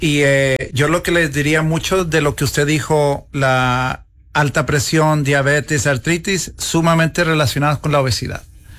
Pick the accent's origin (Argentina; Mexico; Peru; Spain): Mexico; Piedras Negras, Coahuila; De Piedras Negras, Coahuila.